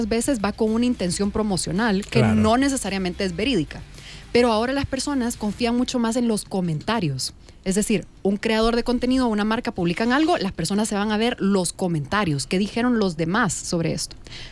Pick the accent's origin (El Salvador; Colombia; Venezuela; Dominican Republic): El Salvador